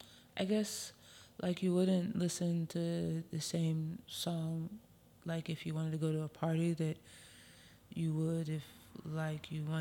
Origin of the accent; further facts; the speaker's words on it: New York City, New York, United States; I'm from New York